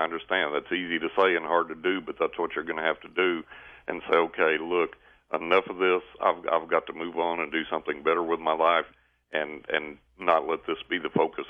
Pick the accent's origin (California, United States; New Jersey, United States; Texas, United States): Texas, United States; Well, I am from West Texas, Lance.